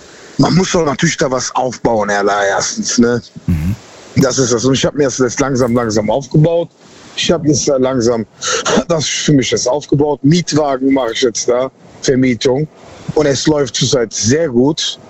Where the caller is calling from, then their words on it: Cologne, North Rhine-Westphalia, Germany; Ja, aus Köln.